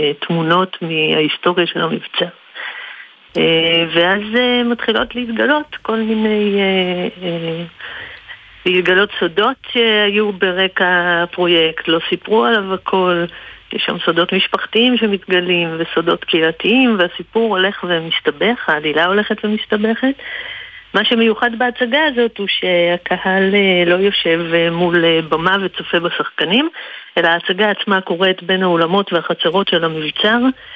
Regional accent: Central District, Israel; moved away as an adult; אני מהמרכז

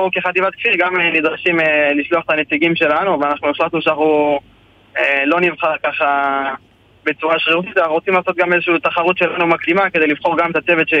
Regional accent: Jerusalem, Jerusalem District, Israel; אני מירושלים, אני בן 22

